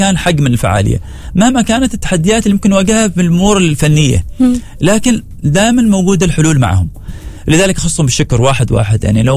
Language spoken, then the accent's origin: Arabic; Oman